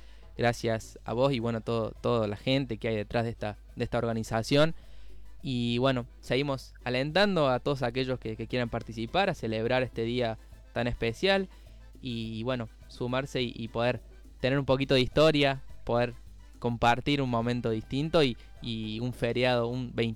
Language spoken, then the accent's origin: Spanish; Villa Ballester, Buenos Aires Province, Argentina; nuestra identidad como argentinos, también como ballesterenses